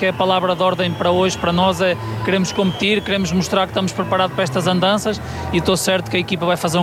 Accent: Coimbra, Centro, Portugal; moved away; Passei tanto pelo Porto como académico e sou natural também de Coimbra. Para mim é como jogar em casa esta final. Obviamente tenho aqui muita família

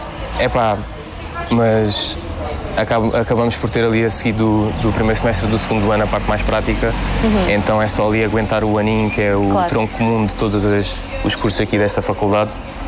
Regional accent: Vendas Novas, Alentejo, Portugal; Não sou do Algarve, sou do Alentejo, Vendas Novas. Tenho 20 anos

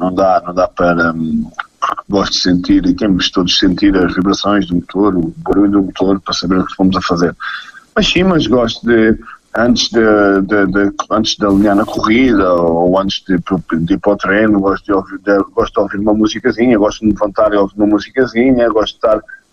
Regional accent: Portugal; já que estamos a falar para uma rádio da nossa zona, para a Rádio Porto Alegre, e que sou de Porto Alegre.

